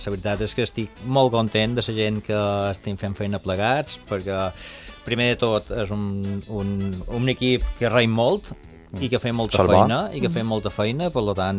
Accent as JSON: {"language": "Catalan", "town": "Palma", "region": "Balearic Islands", "country": "Spain", "tie": "born there", "also_born_or_lived": "Valencia / Paris", "said": "Jo vaig néixer a Palma."}